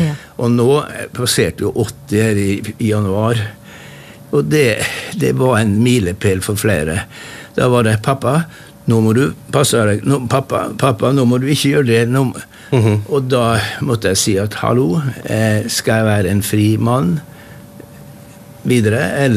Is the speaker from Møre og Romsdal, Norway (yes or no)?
yes; Kristiansund, Møre og Romsdal, Norway; så hadde jeg en liten lansering i Kristiansund i min hjemby, for det hadde jeg lyst til.